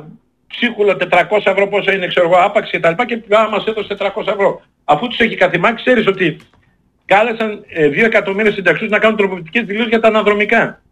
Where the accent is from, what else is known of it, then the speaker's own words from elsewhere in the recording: Florina, Western Macedonia, Greece; Εγώ είμαι ο Έλληνας Μακεδόνας που γεννήθηκα μεγάλο στη Φλόρινα. Ο πατέρας μου μιλούσε το τοπικό ιδίωμα